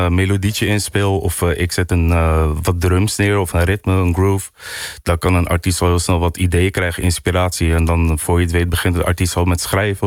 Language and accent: Dutch; Gorinchem, South Holland, Netherlands; Ik kom uit Gorinchem.